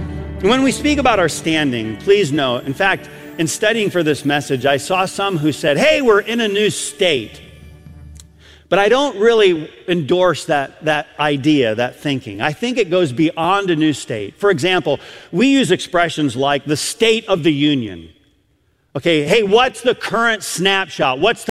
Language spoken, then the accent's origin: English; Michigan, United States; I'm a Michigander. I grew up in Michigan.